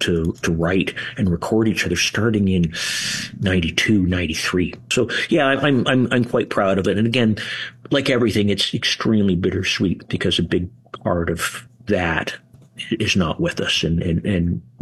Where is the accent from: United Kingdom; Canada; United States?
Canada; Kingston, Ontario; I was a kid growing up in Kingston